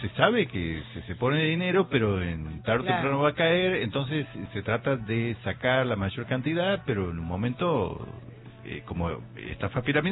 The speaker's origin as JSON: {"language": "Spanish", "region": "Salta", "country": "Argentina", "tie": "born or raised there", "said": "Yo tuve mi infancia en Salta"}